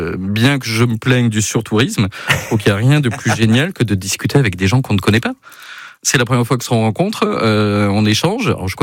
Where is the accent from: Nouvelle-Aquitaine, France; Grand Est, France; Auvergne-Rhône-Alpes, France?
Nouvelle-Aquitaine, France; Bayonne; also born or lived in Arcachon; c'est peut-être parce que j'ai toujours vécu au Pays Basque, ou quasiment toujours vécu au Pays Basque, que j'ai cette vision-là. Mais à la base, je suis un arcachonnais, je suis né à Arcachon, et j'ai vécu depuis mes 6 mois entre Bayonne-Anglet et Biarritz.